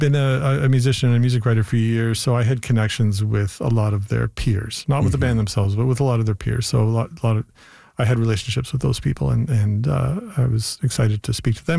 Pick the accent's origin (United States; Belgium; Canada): Canada